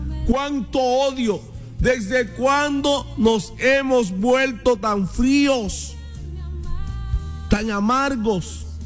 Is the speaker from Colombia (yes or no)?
yes; Colombia; Somos colombianos todos. Todos somos colombianos.